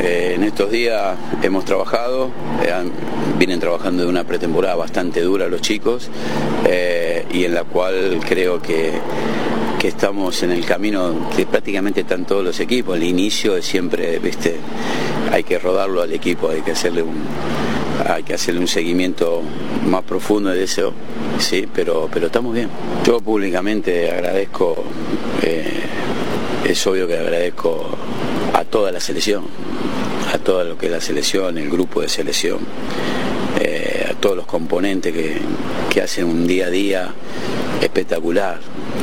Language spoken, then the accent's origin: Spanish; Argentina; Soy argentino